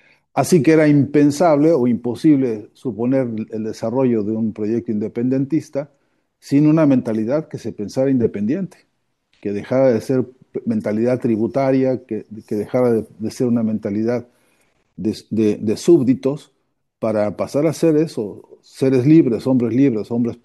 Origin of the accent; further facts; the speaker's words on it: Mexico; soy mexicano